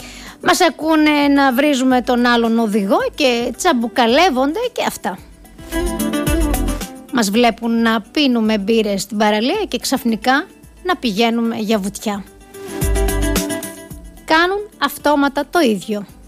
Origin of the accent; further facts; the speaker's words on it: Greece; είμαστε τελικά άξιοι της μοίρας μας. Ως Έλληνες εννοώ.